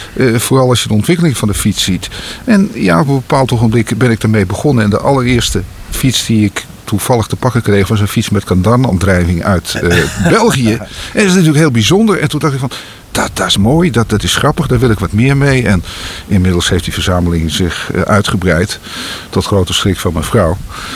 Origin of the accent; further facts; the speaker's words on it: Amsterdam, North Holland, Netherlands; born there; Nee. Ik ben in Amsterdam geboren.